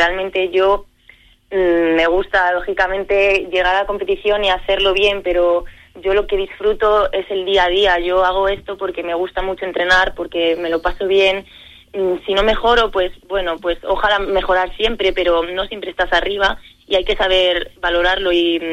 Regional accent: Medina del Campo, Castile and León, Spain; moved away as an adult; now in Salamanca, Spain; mis raíces están en Medina y siempre que puedo voy a visitar a mi familia o a pasar una temporada allí

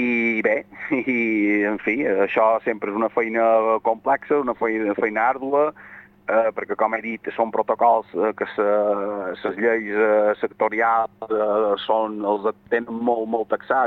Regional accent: Mallorca, Balearic Islands, Spain; com a mallorquins i mallorquines

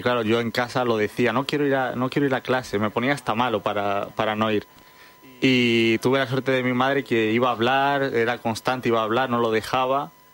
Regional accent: Valladolid, Castile and León, Spain; born there; Pues yo nací en Valladolid y fue a los 8 o 9 años más o menos de edad.

